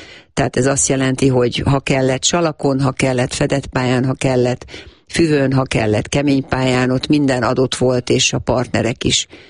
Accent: Hungary; Én nagyon büszke vagyok, és voltam mindig is, hogy magyarként szerepeltem, vagy képviseltem az országomat.

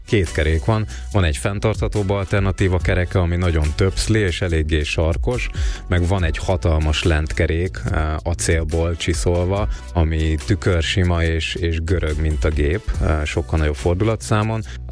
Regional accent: Great Hungarian Plain, Hungary; Hát én egy vidéki paraszt gyerek vagyok Alföldről, most töltöttem a 30-at

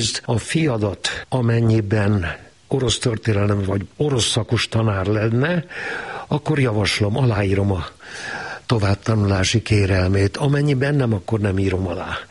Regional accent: Kunmadaras, Jász-Nagykun-Szolnok, Hungary; moved away as an adult; also born or lived in Debrecen / Karcag / Szeged; Én Kunmadarason nőttem fel, nyakas kunok lakják, csak úgy, mint Kunhegyesen, és onnan kerültem a karcagi gimnáziumba

